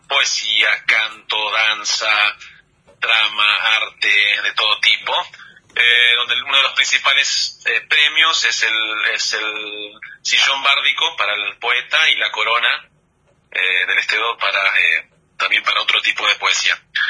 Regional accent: Trevelin, Chubut, Argentina; para mí es raro cuando uno dice soy de Trevelin, se quedan pensando de Trevelin, ¿de dónde? Trevelin, Patagonia

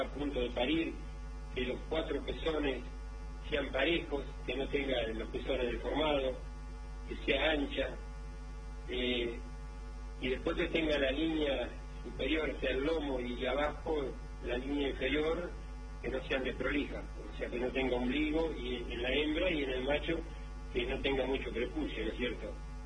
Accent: Benito Juárez, Buenos Aires Province, Argentina; also born or lived in Necochea; a los 8 años a mi padre lo trasladan a Juárez. Y bueno, a un campamento de vialidad, él trabajaba en vialidad.

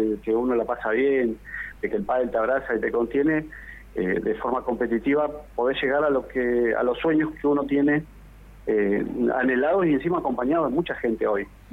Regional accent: Las Heras, Santa Cruz, Argentina; moved away as an adult; now in Neuquén, Argentina; Estoy radicado en Neuquén, sí, tal cual, hace más de 2 años, pero me crié en Las Heras.

